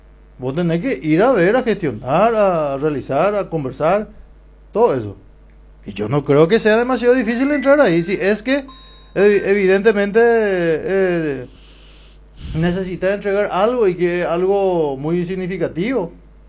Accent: Paraguay; nosotros somos muy patriotas acá, somos muy nacionalistas, somos muy paraguayos

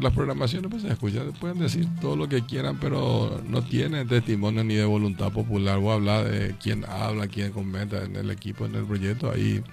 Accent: Caazapá, Paraguay; born there; Yo me debo a Casapá, y a mi Casapá, a nadie, a mi partido, y en especial mi patria chica.

